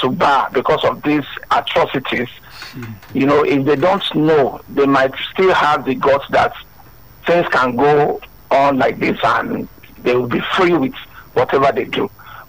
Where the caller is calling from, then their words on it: Lagos, Nigeria; I'm calling from Yanapaja, Lagos.